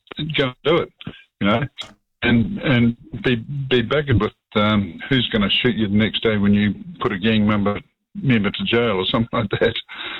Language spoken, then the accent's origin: English; New Zealand; it's part of what you've got to do as a Kiwi